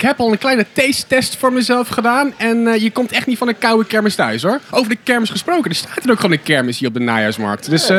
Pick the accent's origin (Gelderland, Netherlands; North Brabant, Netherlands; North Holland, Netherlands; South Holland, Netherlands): South Holland, Netherlands; Waddinxveen; ik kom van Waddinxveen vandaan